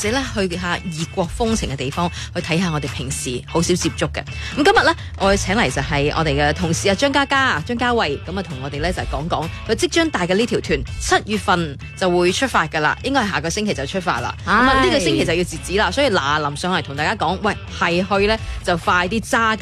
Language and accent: Cantonese; Guangdong, China; 我哋广东人